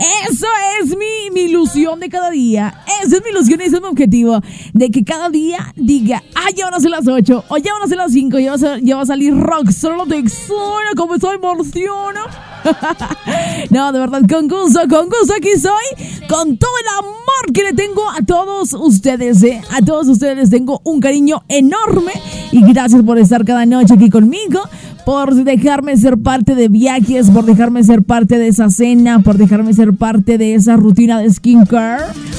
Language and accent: Spanish; Durango, Mexico; Es que yo soy duranguense, la neta, y amo el ser de México, amo mi país, amo Durango. Ahí se lo dije, se llama